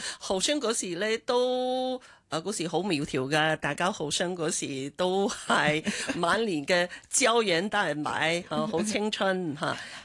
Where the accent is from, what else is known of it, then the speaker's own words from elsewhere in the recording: Harbin, Heilongjiang, China; moved away as an adult; now in Hong Kong; 系啦系啦，我嚟自哈尔滨。